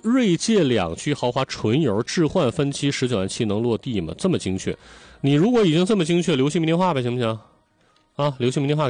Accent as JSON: {"language": "Chinese", "town": "Dalian", "region": "Liaoning", "country": "China", "said": "因为咱们家乡的球队，我们大连人对足球的这个喜爱，全球共睹"}